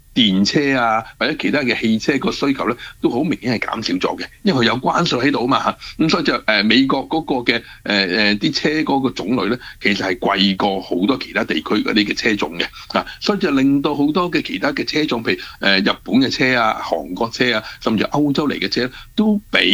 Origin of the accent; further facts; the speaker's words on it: Canada; 其实我哋加拿大人